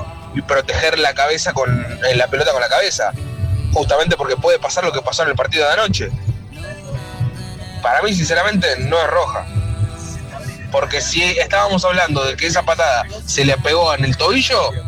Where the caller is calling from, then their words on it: Boulogne, Buenos Aires Province, Argentina; de Boulogne.